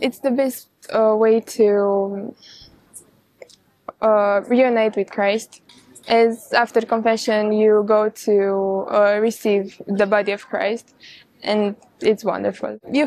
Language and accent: English; Romania; English is a second language; I'm from Romania.